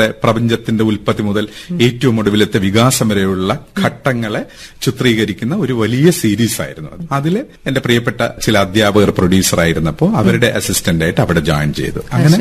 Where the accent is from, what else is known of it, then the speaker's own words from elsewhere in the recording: Thiruvananthapuram, Kerala, India; born there; moved away as an adult; also born or lived in Changanassery; തിരുവനന്തപുരത്ത് നിന്ന് അവിടെ ഒരു ഹോസ്റ്റലിലേക്ക് എത്തി